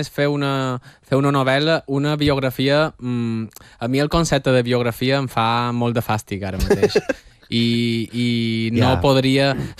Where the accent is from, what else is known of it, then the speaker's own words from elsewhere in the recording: Balearic Islands, Spain; accent: Majorcan; He d'advertir que jo som mallorquí i el meu català ara s'està filtrant perquè m'entengueu.